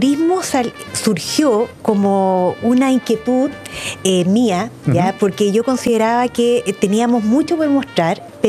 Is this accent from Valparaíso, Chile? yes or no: no; Placilla, O'Higgins, Chile; si bien no nací en Placilla, la verdad toda mi vida, desde los 4 años, transcurrió claro, en Placilla, en la bodega, en el campo.